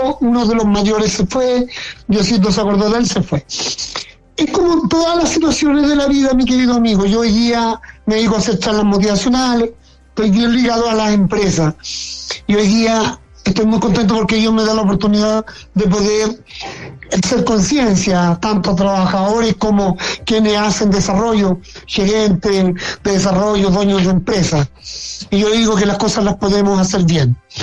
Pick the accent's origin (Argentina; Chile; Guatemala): Chile; pasaban muchas cosas por la cabeza de nosotros como mineros chilenos